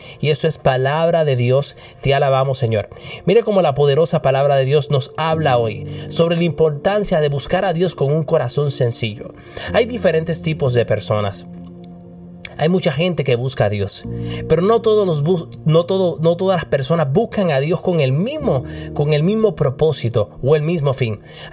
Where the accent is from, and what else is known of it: Puerto Rico; now in Minnesota, United States